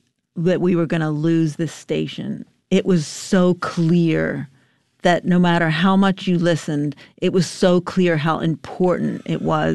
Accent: Pennsylvania, United States; now in State College, United States; I was a member of WHYY. That's where I grew up. I mean, coming here to State College, it's mostly like Pittsburgh fans. But, you know, I grew up near the Eagles

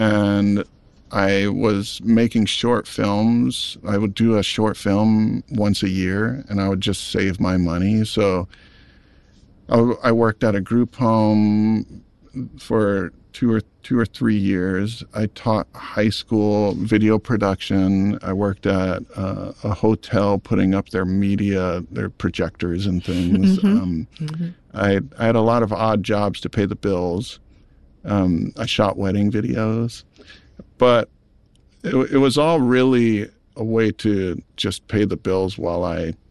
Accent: Maui, Hawaii, United States; I grew up on Maui. I think I didn't realize how sheltered I was until I was working at that group home.

